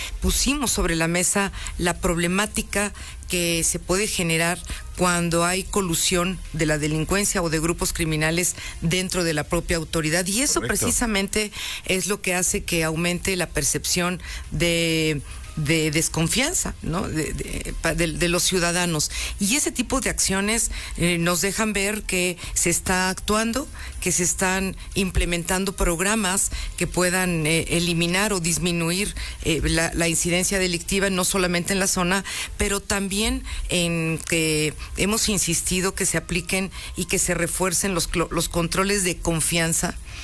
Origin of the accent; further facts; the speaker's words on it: Teziutlán, Puebla, Mexico; Y mira que yo soy de Teciutlán, soy teciuteca